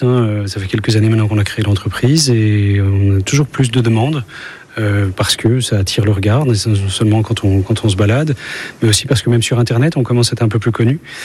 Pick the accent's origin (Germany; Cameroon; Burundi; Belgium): Belgium; Brussels, Brussels-Capital Region; moved away as an adult; now in Brittany, France; moi, je suis originaire de Bruxelles.